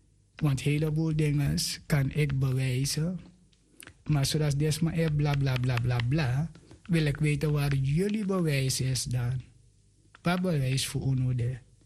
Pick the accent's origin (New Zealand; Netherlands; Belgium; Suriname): Suriname; ik kom toch ook uit Suriname. Suriname is toch een christelijke land.